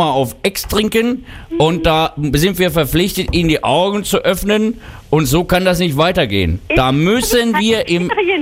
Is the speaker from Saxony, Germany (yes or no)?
yes; Meerane, Saxony, Germany; ich bin hier nur zu Besuch, ich bin selber aus Merane.